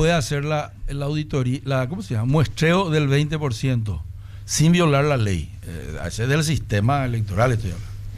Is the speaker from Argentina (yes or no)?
no; Paraguay; Yo soy paraguayo